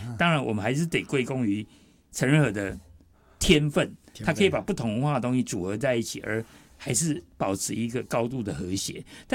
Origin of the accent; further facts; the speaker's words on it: Taiwan; 我们台湾就变得会比较愿意接纳